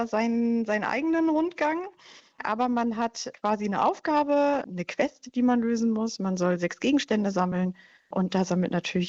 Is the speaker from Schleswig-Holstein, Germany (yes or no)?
yes; Lübeck, Schleswig-Holstein, Germany; Ich denke beim Mittelalter hauptsächlich an meine Heimatstadt Lübeck.